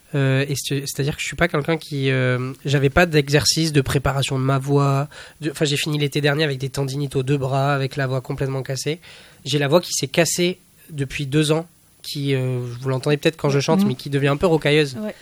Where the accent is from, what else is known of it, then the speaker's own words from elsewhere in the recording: La Brède, Nouvelle-Aquitaine, France; born there; moi, je viens de ce village de La Brède. La Brède, il faut savoir, c'est un village avec à peu près 4000 habitants, 4-5 000 habitants aujourd'hui.